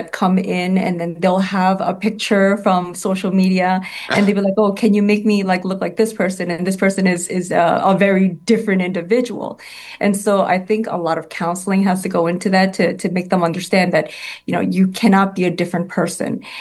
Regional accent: New York City, New York, United States; And I just absolutely love being a New Yorker.

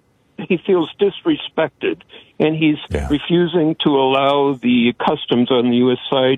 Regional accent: Michigan, United States; now in California, United States; Well, Michigan's my home state

